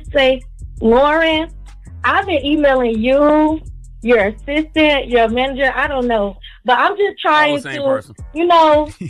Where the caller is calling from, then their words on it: Georgia, United States; I'm calling from Georgia.